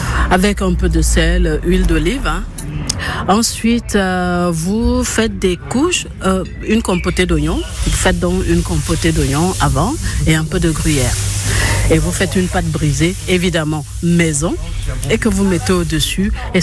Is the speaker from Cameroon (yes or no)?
yes; Cameroon; now in France; Je viens du Cameroun